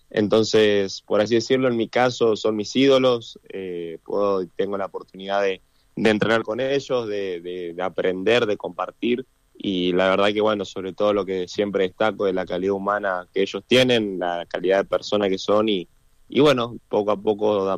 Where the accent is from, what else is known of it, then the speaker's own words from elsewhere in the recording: Neuquén, Argentina; also born or lived in Plotier; now in Corrientes, Argentina; Mencionando Neuquén, bueno, nací en Plotier. Uh-huh. Toda mi vida la hice en Neuquén. Tomé la decisión en 2023 venirme para Corrientes.